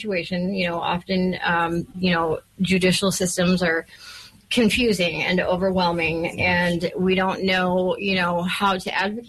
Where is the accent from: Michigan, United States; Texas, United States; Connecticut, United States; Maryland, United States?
Michigan, United States; Muskegon; moved away as an adult; also born or lived in Sacramento, California; Well, I am originally from Muskegon. I was born here at Hackley Hospital, but at 19, I moved to California. I lived in Northern California right outside of Sacramento for a little over 20 years. And I moved back in 2018 to take care of my mom.